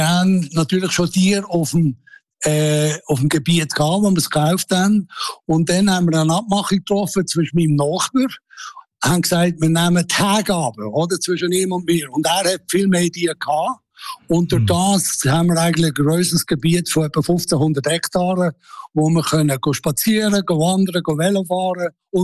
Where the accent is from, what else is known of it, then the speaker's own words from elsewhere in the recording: Switzerland; now in South Africa; ich als Schweizer muss ein bisschen Hügel haben